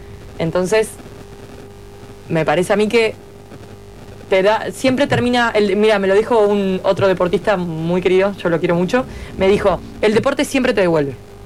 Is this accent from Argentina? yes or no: no; Uruguay; más allá de lo que yo era como talento uruguayo